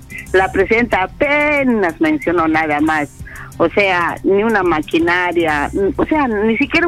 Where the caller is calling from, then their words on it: Atico, Arequipa, Peru; Del puerto de Atico.